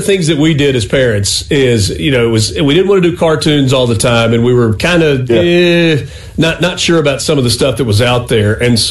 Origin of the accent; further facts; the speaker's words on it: United States; I just got to be honest, as an American citizen and as a voter, that's disappointing to hear it